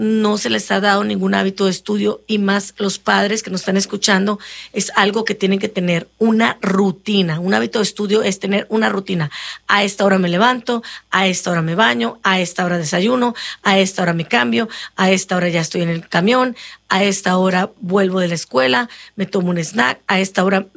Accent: Brazil; Spanish is a second language; moved away; Como dije anteriormente, yo vengo directamente de Brasil

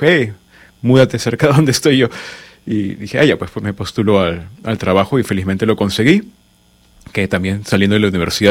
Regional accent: Peru; moved away as an adult; also born or lived in Washington / Arizona; now in United States; Yo provengo de Perú, nací en Perú, y me vine a los Estados Unidos en el 2006 para tener mi maestría en música.

